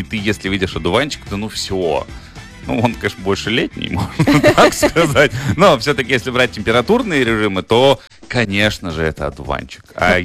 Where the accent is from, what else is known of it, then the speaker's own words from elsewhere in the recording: Omsk, Omsk Oblast, Russia; now in Chukotka, Russia; я родом из Омска, и я помню, что там всегда что-то росло, и всегда чем-то пахло.